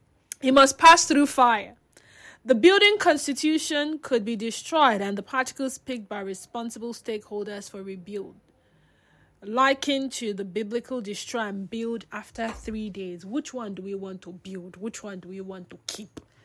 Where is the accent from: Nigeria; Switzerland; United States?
Nigeria; Bayelsa; born there; moved away; like my home state, Bayelsa State